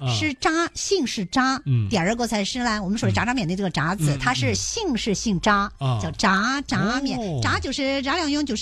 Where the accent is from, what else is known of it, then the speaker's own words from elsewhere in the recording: Sichuan, China; accent: Sichuanese; 你看我们四川话真的很有特色啊，